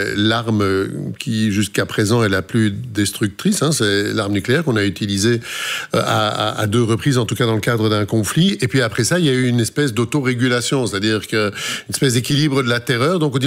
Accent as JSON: {"language": "French", "town": "Brussels", "region": "Brussels-Capital Region", "country": "Belgium", "said": "parce que ça s'entend que je viens de Bruxelles"}